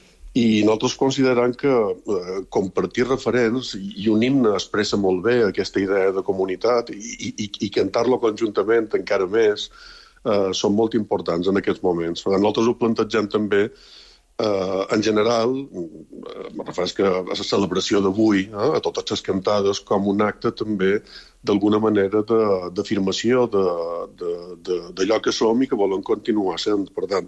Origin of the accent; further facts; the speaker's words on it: Balearic Islands, Spain; d'una comunitat humana, que som els mallorquins, el poble de Mallorca